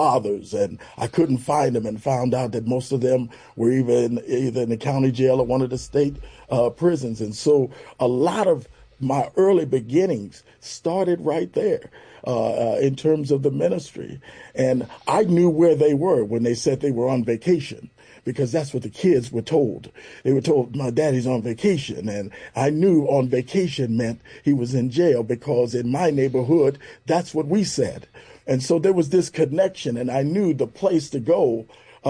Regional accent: Chicago, Illinois, United States; as a young person growing up in Chicago, it was difficult.

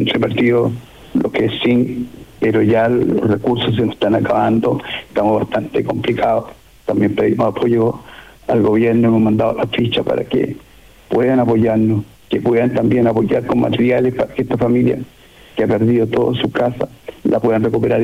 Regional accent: La Ligua, Valparaíso, Chile; Bueno, yo soy nacido y criado acá en La Ligua, soy liguano, liguano, porque acá nos diferenciamos cuando uno nace en La Ligua, liguano

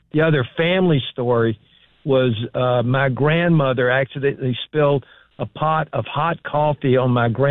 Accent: the South, United States; now in New York State, United States; Number one, I'm from New York State, just to mention it. I grew up in the South, though.

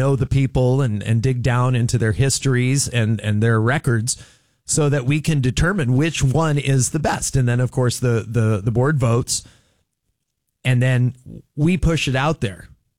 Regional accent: Orange County, California, United States; now in Central Valley, California, United States; I'm from Orange County, which for over a century was the most reliably Republican county in the United States. It's not anymore.

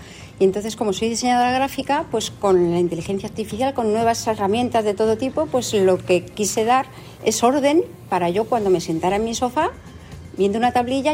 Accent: Madrid, Community of Madrid, Spain; now in Cádiz, Spain; Yo soy de fuera, soy de Madrid

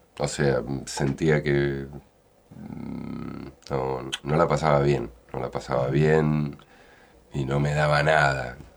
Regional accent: Maipú, Mendoza, Argentina; moved away; Sí, es mi casa, es mi tierra y cargo energías. En cuanto puedo, vengo porque me hace bien venir a Mendoza.

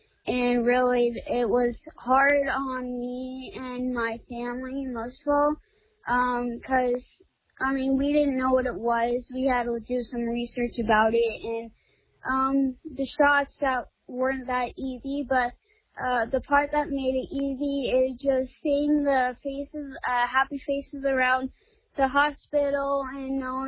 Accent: Cairo, Nebraska, United States; I'm from Cairo, Nebraska, a little small town west of Grand Island, Nebraska.

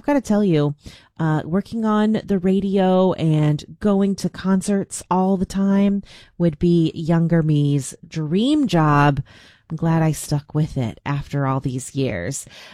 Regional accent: Moberly, Missouri, United States; I grew up in Moberly. I went to a Greyhounds game or two in my life too.

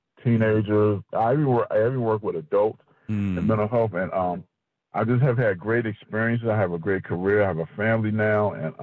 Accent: Hampton, Virginia, United States; moved away as an adult; also born or lived in Raleigh, North Carolina; I'm originally from Hampton, Virginia.

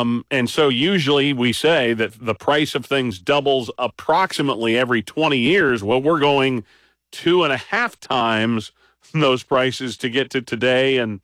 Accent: Midwest, United States; growing up in the Midwest, you have your teams

